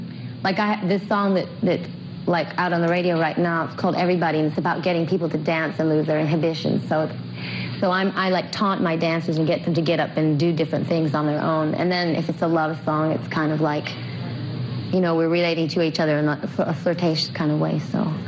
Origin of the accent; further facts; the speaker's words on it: Detroit, Michigan, United States; I'm from Detroit and I'm 21.